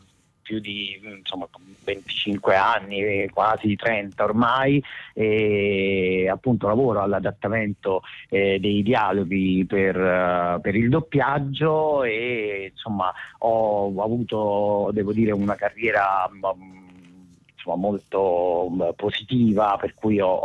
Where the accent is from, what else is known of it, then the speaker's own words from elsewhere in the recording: Caserta, Campania, Italy; now in Rome, Italy; io sono di Caserta, anche se, insomma, vivo a Roma da tanto tempo, ho vissuto fuori anche dall'Italia